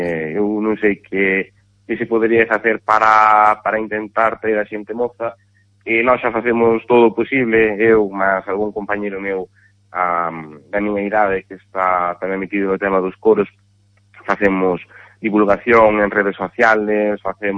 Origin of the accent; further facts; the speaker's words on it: Carballo, Galicia, Spain; además eu son de aquí, son de Carballo, que por eso además me hace moitísima ilusión dirixir … aquí en Carballo temos unha tradición moi grande de música tradicional galega